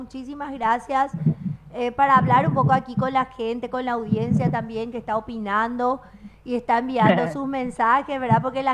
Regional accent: Paraguay; Y así somos los paraguayos.

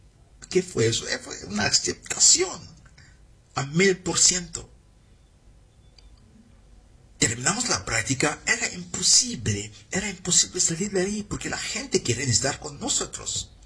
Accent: Cameroon; now in Paraguay; Soy de Camerún, gente, soy de Camerún. Y hace 26 años que estoy en esta tierra. Les cuento, es una tierra bendita. Es una tierra bendita. Desde 2001 estoy acá

